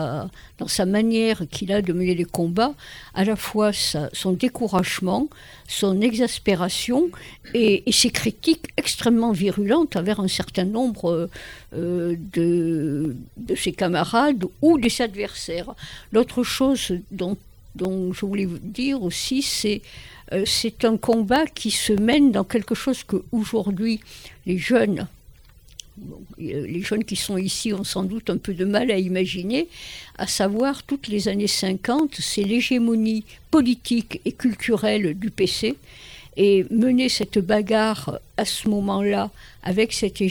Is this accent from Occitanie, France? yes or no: yes; Occitanie, France; moved away; Je suis issue du Gard, du nord du Gard, donc un endroit où la gauche était extrêmement présente sous l'égide du Parti communiste.